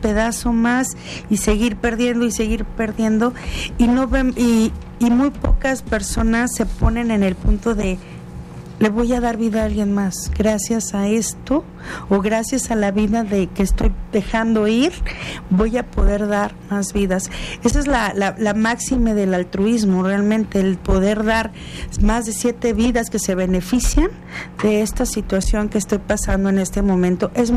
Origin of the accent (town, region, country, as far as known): Mexico